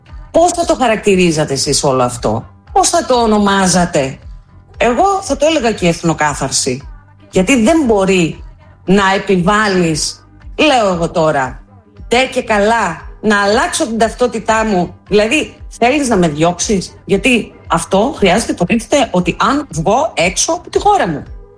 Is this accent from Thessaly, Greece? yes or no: no; Veria, Central Macedonia, Greece; Γιατί προχθές κυκλοφορούσα μέσα στην πόλη μου στη Βέρεια και είχε μαυρίσει ο τόπος.